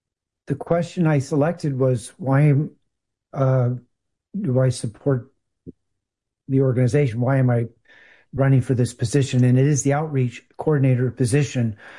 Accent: Portland, Oregon, United States; Now, I am from Portland, Oregon, as I said.

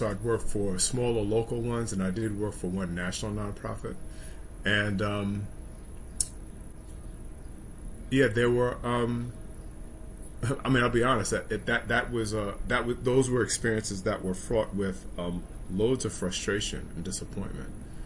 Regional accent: New York City, New York, United States; I grew up in Harlem in the 70s and 80s.

